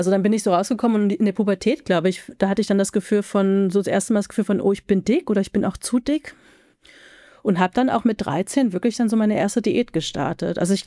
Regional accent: Halle, Saxony-Anhalt, Germany

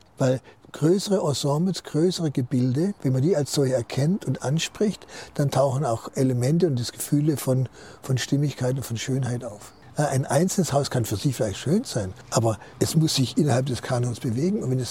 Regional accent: Swabia, Germany; moved away; Als Schwabe bin ich etwas sanguinisch veranlagt

